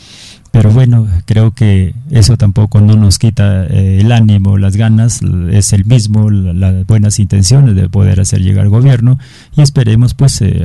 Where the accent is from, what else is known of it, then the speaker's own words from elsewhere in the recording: Mache, La Libertad, Peru; me dirijo a mi pueblo de Mache porque me siento machino, realmente de un caserío muy pequeño que se llama Loma Linda